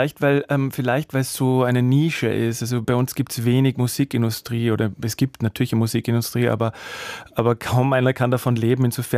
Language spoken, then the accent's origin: German; Salzburg, Austria; ich meine, ich komme wirklich aus Salzburg, und da ist halt der Mozart